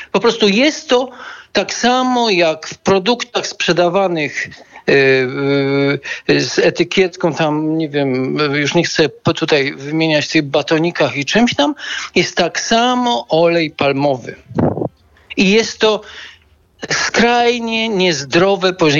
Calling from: Lesser Poland, Poland; ja dzwonię z Małopolski

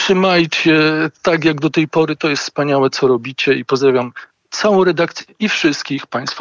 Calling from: Łódź, Łódź Voivodeship, Poland; z miasta Łodzi.

